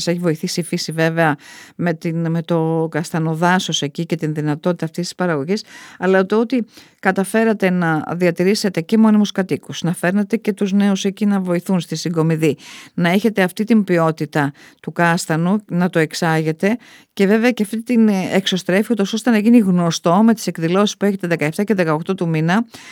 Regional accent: Makrinia, Western Greece, Greece; Από την Μακρινία, την Καψοράχη. Τα ξέρετε εσείς αυτά.

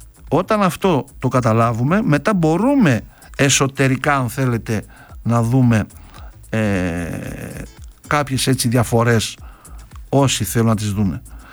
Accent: Greece; ως Έλληνες πολίτες

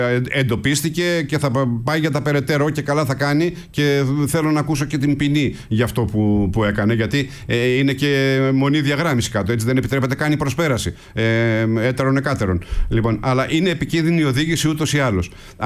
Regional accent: Livadi, Thessaly, Greece; Λιβάδι, Λαρίσης, Λιβάδι Ολύμπου.

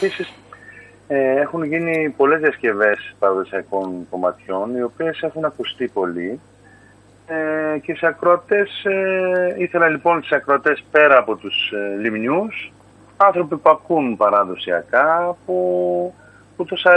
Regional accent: Lemnos, North Aegean, Greece; να τιμήσω τον τόπο μου

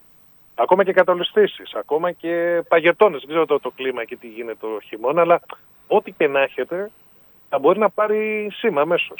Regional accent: Athens, Attica, Greece; Εγώ πάλι είμαι ο Δήμαρχος Ελληνικού Αργυρούπολης, είμαι από την Αθήνα.

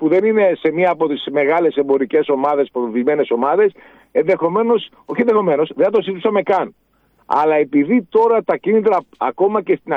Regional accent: Greece; ως Έλληνες

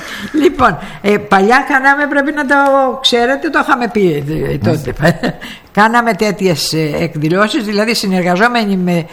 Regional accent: Zakynthos, Ionian Islands, Greece

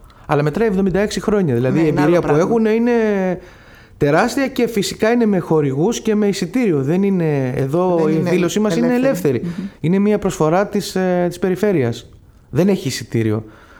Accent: Corfu, Ionian Islands, Greece; είμαι Κερκυραίος, λατρεύω την πατρίδα μου πιο πολύ από οτιδήποτε.

